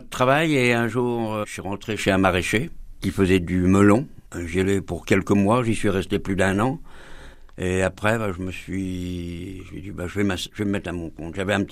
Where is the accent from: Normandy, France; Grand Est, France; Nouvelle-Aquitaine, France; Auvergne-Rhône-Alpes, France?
Nouvelle-Aquitaine, France; Frontenay-sur-Dive; je suis originaire du Nord-Vienne, à Frontenay-sur-Dive exactement. C'est situé entre Loudun, Poire, Mirebeau. Voilà, dans le triangle, un petit village de 200 habitants, voilà, où je suis maraîcher depuis 1977.